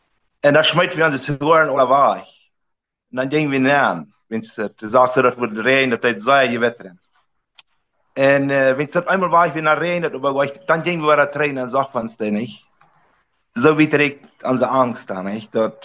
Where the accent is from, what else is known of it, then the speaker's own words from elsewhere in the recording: Riva Palacio, Santa Cruz, Bolivia; also born or lived in Mexico; Und wir sind, ich bin in Mexiko geboren und dann sind wir in Bolivien gekommen, 70.